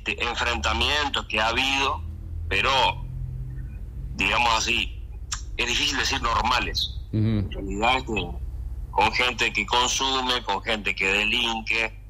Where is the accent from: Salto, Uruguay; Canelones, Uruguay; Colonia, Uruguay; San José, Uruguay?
Salto, Uruguay; now in Montevideo, Uruguay; mi ciudad natal